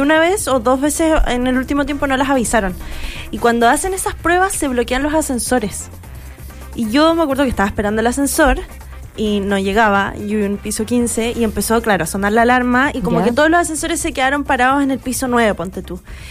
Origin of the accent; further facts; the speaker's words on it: Aysén, Chile; moved away; yo soy de Aysén, allá también hacíamos evacuaciones como generales de toda la ciudad